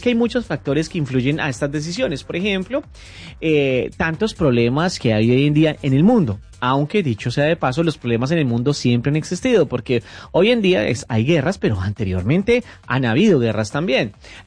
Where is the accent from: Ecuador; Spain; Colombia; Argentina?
Colombia; yo soy colombiano, y desde que tengo uso de razón, Colombia ha estado en crisis, y en guerra y en violencia.